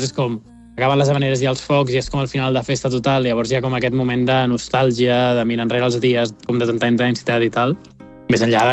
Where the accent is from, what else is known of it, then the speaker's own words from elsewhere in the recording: Premià de Mar, Catalonia, Spain; jo com a persona que participo en la festa major del meu poble, que és Premià de Mar